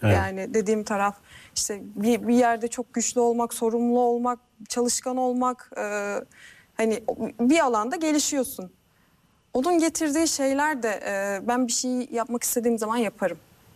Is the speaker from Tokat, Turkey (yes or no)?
yes; Turhal, Tokat, Turkey; also born or lived in Mersin; Mersin doğumluyum ama benim çocukluğum ilkokuldan ortaokula kadar Tokat'ın Turhal ilçesinde geçti.